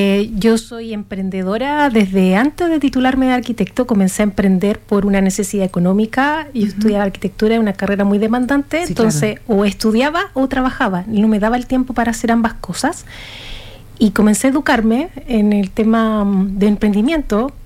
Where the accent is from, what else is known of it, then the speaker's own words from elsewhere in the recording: Viña del Mar, Valparaíso, Chile; born there; Yo nací en Viña del Mar.